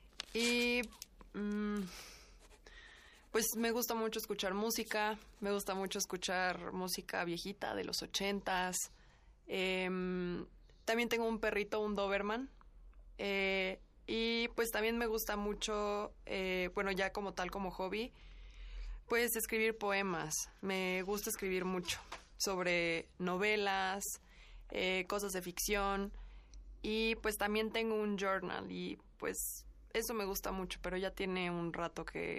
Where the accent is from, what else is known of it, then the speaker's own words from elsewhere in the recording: Puebla, Mexico; soy periodista y soy de aquí de Puebla.